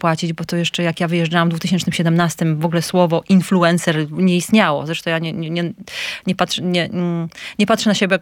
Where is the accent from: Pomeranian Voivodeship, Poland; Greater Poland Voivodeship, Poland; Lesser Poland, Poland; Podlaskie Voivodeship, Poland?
Podlaskie Voivodeship, Poland; Suwałki; born there; moved away as an adult; also born or lived in Warsaw, Poland / Sydney, Australia; Urodziłam się w Suwałkach, skończyłam studia w Warszawie i po zrobieniu magistra wyjechałam do Sydney. Tam poznałam swojego byłego męża, więc zostałam. Mieszkałam tam przez 12 lat.